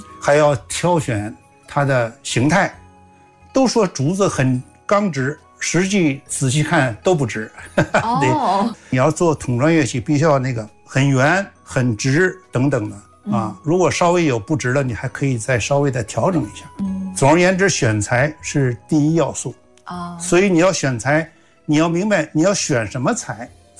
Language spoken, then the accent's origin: Chinese; Beijing, China; 我是北京人